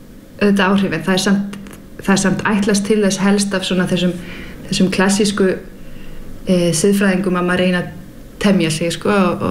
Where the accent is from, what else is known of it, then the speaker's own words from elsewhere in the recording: Denmark; now in Iceland; nú er ég alin upp í Danmörku og það er það mjög sjaldan að þú verður fyrir reiði í opinberu rými